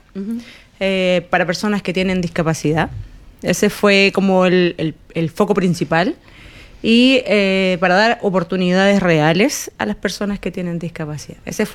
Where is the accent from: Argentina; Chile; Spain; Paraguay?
Chile; Y rojo porque somos chilenos y el rojo nos identifica.